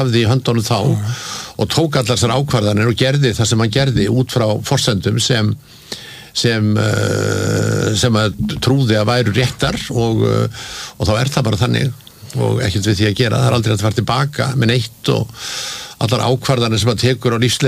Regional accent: Reykjavík, Capital Region, Iceland; Já, ég sko alveg upp í Laugarneskverfinu og, og, og hérna bjóð þar þegar ég var ungur maður og, og ég man eftir mér þar fyrst í Sigtúni 35.

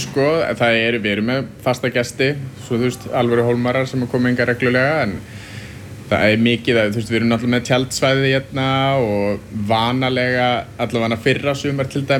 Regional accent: Reykjavík, Capital Region, Iceland; Ég er úr Reykjavík sjálfur og hef búið erlendis í mörg ár en ég kem hingað á sumrin til þess að vinna.

